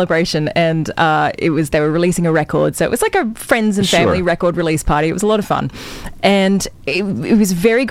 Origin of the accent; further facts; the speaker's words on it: Australia; And we're Australian, like we rarely eat indoors